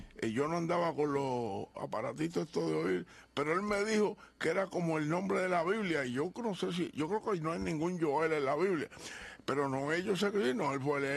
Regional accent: Canóvanas, Puerto Rico; donde yo me crié en Canóvana, en la calle Muñoz Rivera, era en esa calle, era la última casa del pueblo

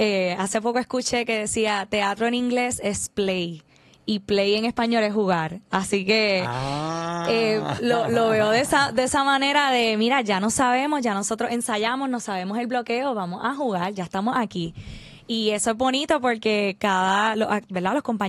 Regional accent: Barranquitas, Puerto Rico; Y yo soy de Barranquitas, nacida y criada.

